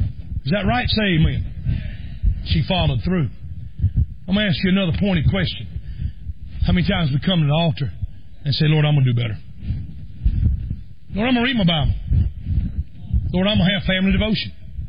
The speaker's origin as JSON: {"language": "English", "region": "South Carolina", "country": "United States", "said": "I'm from South Carolina."}